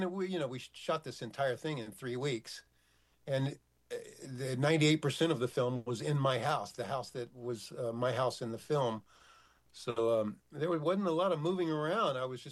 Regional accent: Houston, Texas, United States; now in Los Angeles, United States; I'm from Houston, where it's rain and hurricane country.

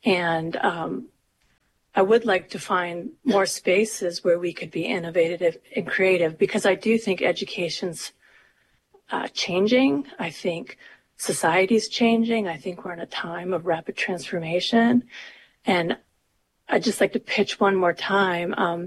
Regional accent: Soldotna, Alaska, United States; from Soldotna

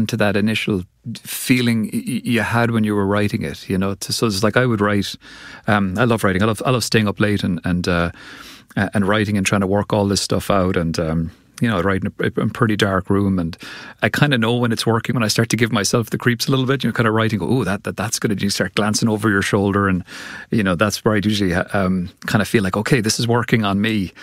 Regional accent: Cork, County Cork, Ireland; so I'm from Cork, which is in the southwest of Ireland. So it's a lovely place.

